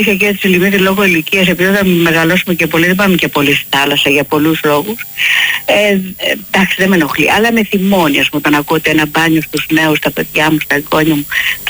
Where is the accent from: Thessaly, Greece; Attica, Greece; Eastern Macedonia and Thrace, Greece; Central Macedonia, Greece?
Attica, Greece; Argyroupoli; Το πατρικό μου είναι στην Αργυρούπολη. Βέβαια η Αργυρούπολη, επειδή έχω ζήσει από παιδάκια και όταν ήταν χωράφια ακόμη.